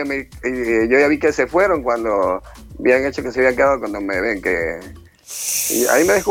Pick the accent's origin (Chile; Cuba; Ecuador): Ecuador; Manta, Manabí; also born or lived in Quito; Cuando yo vine a vivir aquí a Manta, ¿ya? De pequeño.